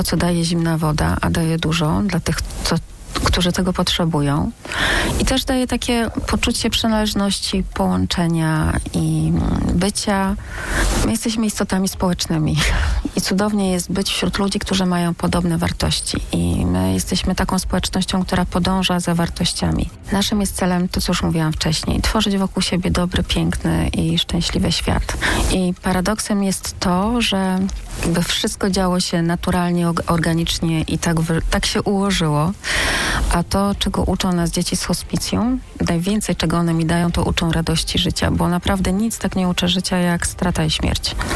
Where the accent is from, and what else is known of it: Sopot, Pomeranian Voivodeship, Poland